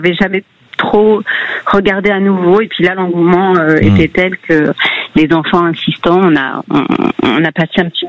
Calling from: Bordeaux, Nouvelle-Aquitaine, France; Je suis à Bordeaux

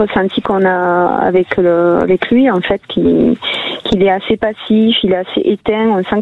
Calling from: Occitanie, France

